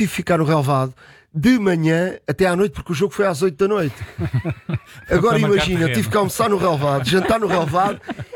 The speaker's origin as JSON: {"language": "Portuguese", "town": "Montijo", "region": "Setúbal", "country": "Portugal", "said": "Comecei na rádio, eu sou do Montijo, comecei na rádio do Montijo"}